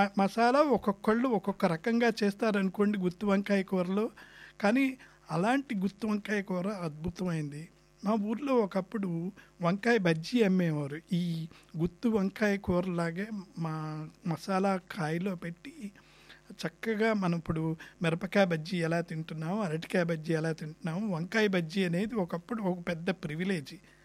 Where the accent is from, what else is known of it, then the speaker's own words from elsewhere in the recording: Andhra Pradesh, India; మాది పశ్చిమ గోదావరి జిల్లా వాణి వాళ్ళది, గుంటూరు జిల్లా అక్కడ చేసే పద్ధతి వేరుగా ఉంటుంది. మా ఊర్లో చేసే గోంగూర పచ్చడి చాలా చక్కగా ఫ్రెష్గా అక్కడ